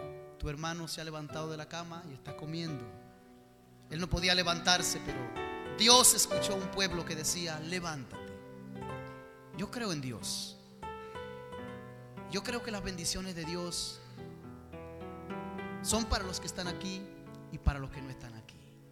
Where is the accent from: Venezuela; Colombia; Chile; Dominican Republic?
Dominican Republic; Oiga, amigo, ¿y usted de dónde viene? Yo le digo, vengo de República Dominicana.